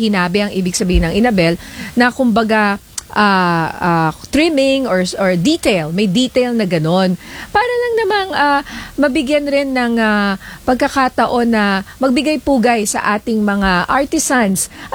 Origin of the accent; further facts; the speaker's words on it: Ilocos Region, Philippines; hindi lang dahil ako taga Ilocos